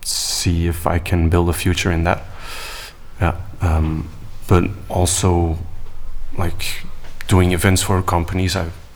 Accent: Antwerp, Flanders, Belgium; English is a second language; I'm a student from Antwerp.

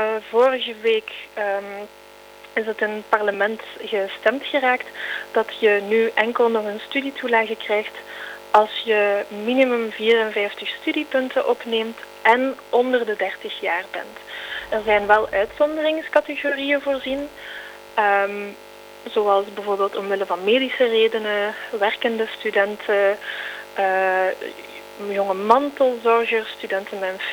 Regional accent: Flanders, Belgium; Maar ik denk dat het bij ons in Vlaanderen, met onze economie, wel duidelijk is dat wij gewoon heel veel hoogopgeleide nodig hebben.

